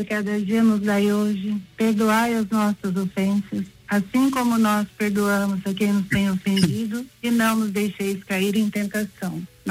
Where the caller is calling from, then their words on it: Presidente Prudente, São Paulo, Brazil; estou falando de Presidente Prudente.